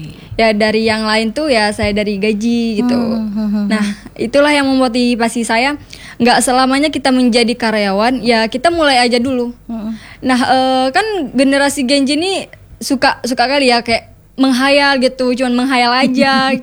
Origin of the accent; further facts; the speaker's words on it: Takengon, Aceh, Indonesia; moved away as an adult; now in Lhokseumawe, Indonesia; saya orang Takengon.